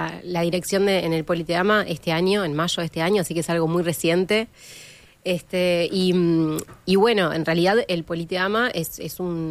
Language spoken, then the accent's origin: Spanish; Montevideo, Uruguay; moved away as an adult; now in Canelones, Uruguay; yo soy de Montevideo